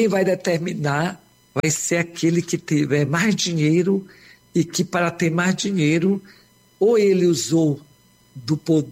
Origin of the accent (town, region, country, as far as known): Maranhão, Brazil